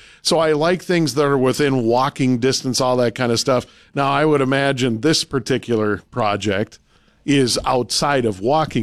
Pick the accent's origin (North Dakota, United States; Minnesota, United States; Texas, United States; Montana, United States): North Dakota, United States; I feel the same way in my home state of North Dakota.